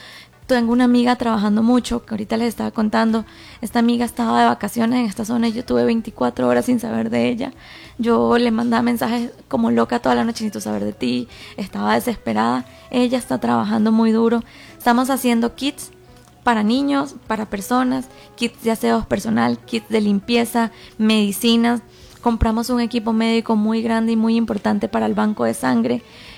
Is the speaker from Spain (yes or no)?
no; Venezuela; now in Costa Rica